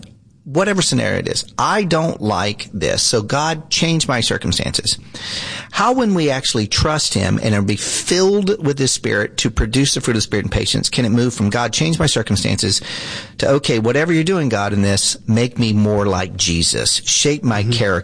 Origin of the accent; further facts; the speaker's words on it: the South, United States; I grew up in the South, we didn't use sugar much in our house.